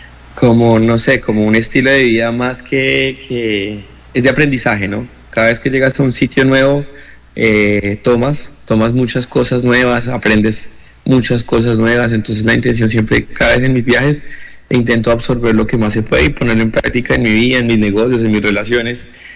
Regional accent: Nariño, Colombia; moved away; yo soy oriundo de Nariño

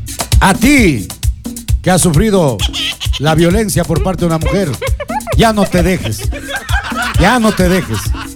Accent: Ecuador; Mi pueblo afroecuatoriano.

